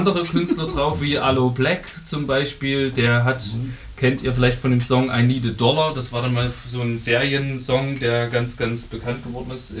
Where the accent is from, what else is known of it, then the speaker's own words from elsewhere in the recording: Plauen, Saxony, Germany; moved away; Ich komme ursprünglich aus Plauen. Das ist im Vogtland